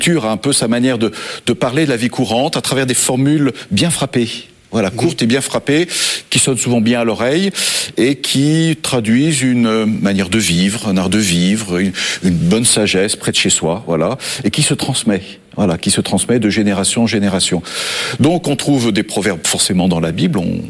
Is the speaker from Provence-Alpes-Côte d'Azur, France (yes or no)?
no; Lyon, Auvergne-Rhône-Alpes, France; Je viens de Lyon